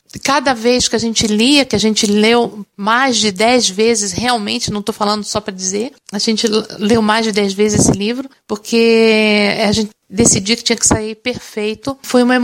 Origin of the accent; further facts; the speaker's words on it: Brazil; now in Italy; Para nós que somos brasileiros, dia 26 de dezembro é um dia como outro qualquer. O dia 26 de dezembro é um dia depois do Natal. Mas aqui na Itália é feriado.